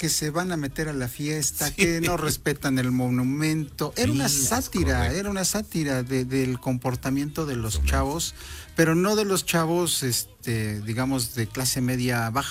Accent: Mexico

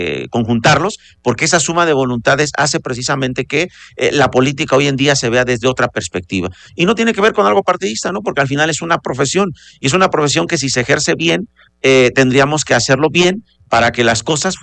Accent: Puebla, Mexico; somos parte de la Mixteca, vecinos de la Mixteca. Yo soy originario del municipio de Toixtepec, allá en la parte de Tecamachalco, Tepeaca, Acatzingo, de esa zona. No obstante, nos identificamos con la región Mixteca.

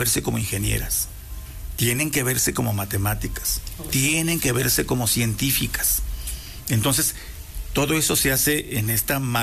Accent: Mexico; identificación de por qué somos mexicanos y por qué tenemos que defender a la patria.

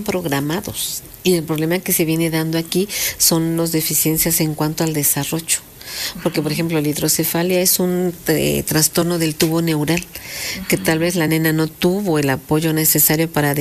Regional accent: Mexico; Pues somos mexicanos

